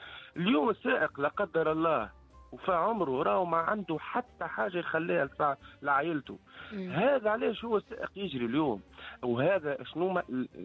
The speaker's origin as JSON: {"language": "Arabic", "country": "Tunisia", "said": "من حقي اني نخدم في بلادي من غير ما نكري. لاخي اللي باش نكري من عنده تونسي بلس وانا تونسي موا"}